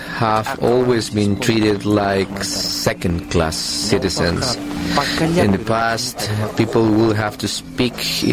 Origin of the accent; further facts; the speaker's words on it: Cusco, Peru; I was born in the Cusco City, but I passed my first years with my mother in the countryside.